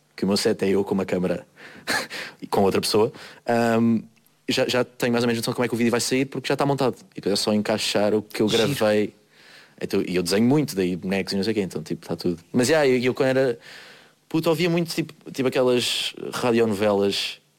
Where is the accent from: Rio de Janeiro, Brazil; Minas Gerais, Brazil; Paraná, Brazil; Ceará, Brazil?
Rio de Janeiro, Brazil; born there; E pronto, eu sou Zuca. E eu nasci no Rio de Janeiro.